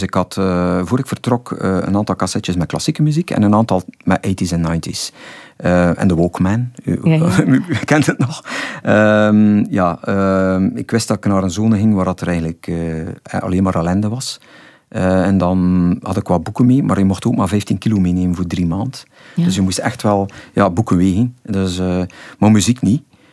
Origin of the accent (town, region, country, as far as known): Flanders, Belgium